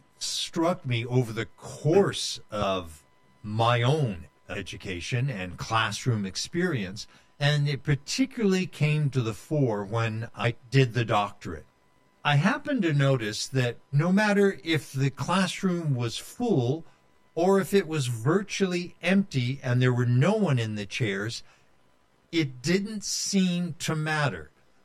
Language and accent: English; Marshall, Texas, United States; born there; Certainly. I was born in 1950 in Marshall, Texas.